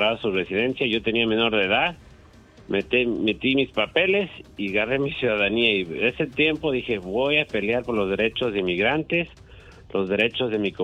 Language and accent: Spanish; Oaxaca, Mexico; now in Los Angeles, United States; Yo pues, nací en México, nací en Oaxaca. Voy a ser el primer oaxaqueño concejal aquí de la ciudad de Los Ángeles.